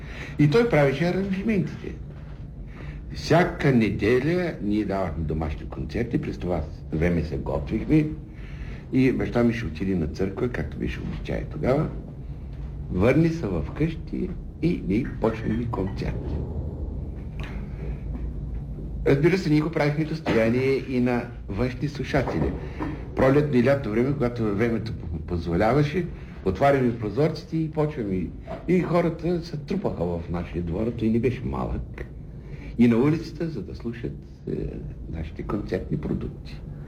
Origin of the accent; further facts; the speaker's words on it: Shumen, Shumen Province, Bulgaria; moved away as an adult; also born or lived in Sofia / Vienna; Аз след гимназията дойдох в София от Шумен